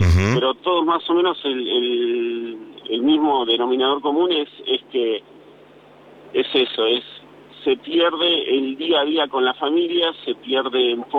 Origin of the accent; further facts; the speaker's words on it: Barcelona, Catalonia, Spain; De Barcelona, vivo en Barcelona.